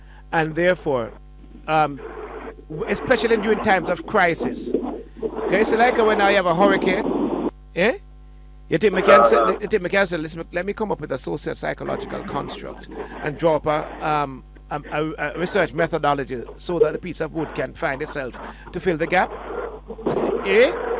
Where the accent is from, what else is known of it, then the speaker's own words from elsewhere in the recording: Jamaica; We are Jamaican.